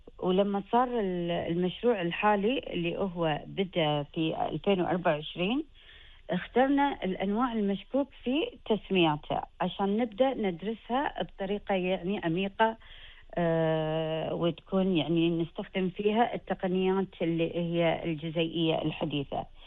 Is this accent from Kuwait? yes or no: yes; Kuwait